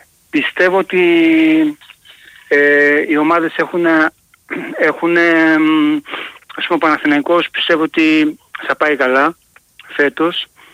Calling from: Kalymnos, South Aegean, Greece; από Κάλυμνο.

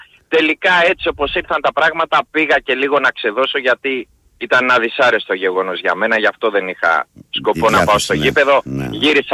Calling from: Karytaina, Peloponnese, Greece; από την Καρίτενα.

